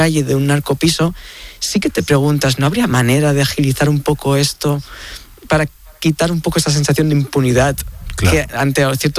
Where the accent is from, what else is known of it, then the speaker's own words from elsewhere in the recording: Tarragona, Catalonia, Spain; now in Madrid, Spain; Yo soy un enamorado de Madrid. Yo soy de Tarragona, vivo en Madrid desde el 2014